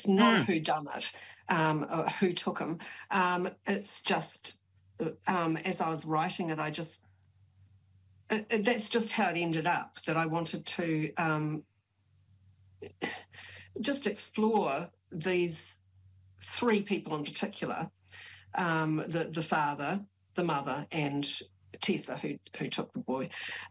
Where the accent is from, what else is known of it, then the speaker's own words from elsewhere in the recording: Auckland, New Zealand; I was brought up in West Auckland and I guess it might have changed a bit now, who knows, but when I was growing up in the 70s and 80s